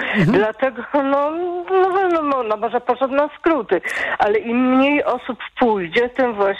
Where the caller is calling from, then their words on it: Kraków, Lesser Poland, Poland; jestem z Krakowa